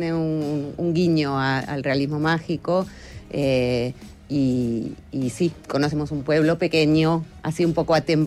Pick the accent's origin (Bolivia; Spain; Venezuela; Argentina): Argentina; now in Peru; Soy argentina y vivo hace 15 años en Perú.